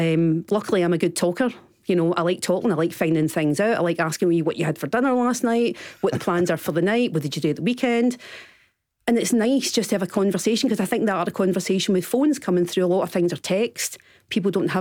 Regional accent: Glasgow, Scotland, United Kingdom; like when I came from Glasgow, so it was different. And I remember experiencing loneliness when I came here.

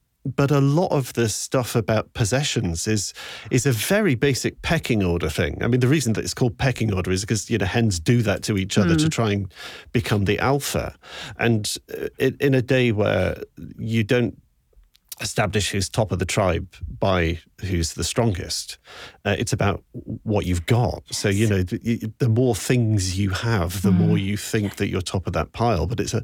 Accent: Yorkshire and the Humber, United Kingdom; now in Scotland, United Kingdom; I'm a Yorkshireman who has lived most of my life in Scotland

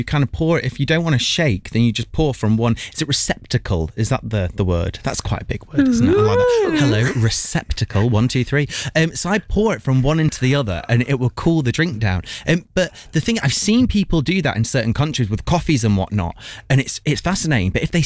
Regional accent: Yorkshire and the Humber, United Kingdom; I'm from Yorkshire.

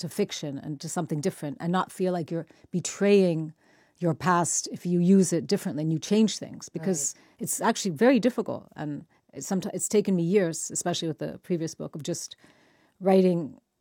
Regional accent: Mexico; moved away as an adult; also born or lived in United States; now in United Kingdom; I feel much more British or yes. sort of pan-European Mexican.

